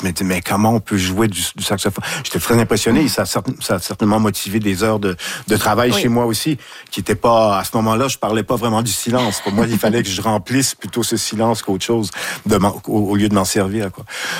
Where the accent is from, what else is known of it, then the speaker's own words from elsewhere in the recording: Saguenay, Quebec, Canada; C'est, ouais, c'est le milieu d'où je viens. Je viens de Saguenay. J'ai été éduqué, élevé à côté de l'usine d'Alcan. Tous mes copains, mes copines, c'était des fils d'ouvriers, filles d'ouvrières.